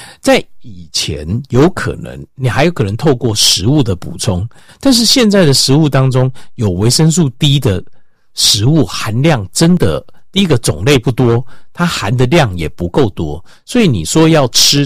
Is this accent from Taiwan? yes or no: yes; Taiwan